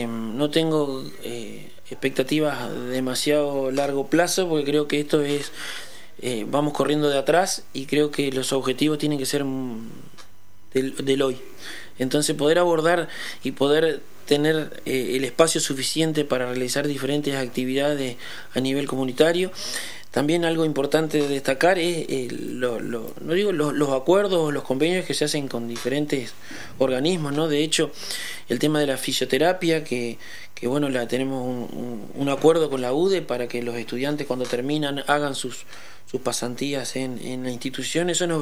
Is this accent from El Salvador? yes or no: no; Rosario, Santa Fe, Argentina; moved away; soy de la ciudad de Rosario, no soy oriundo de Nueva Albesia